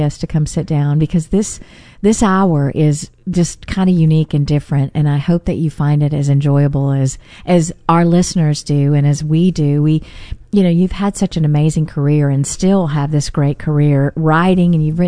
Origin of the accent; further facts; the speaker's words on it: Mississippi, United States; I'm from South Mississippi.